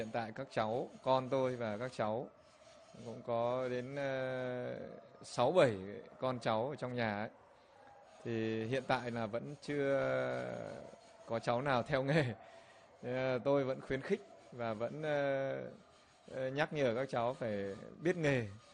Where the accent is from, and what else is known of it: Hanoi, Vietnam; born there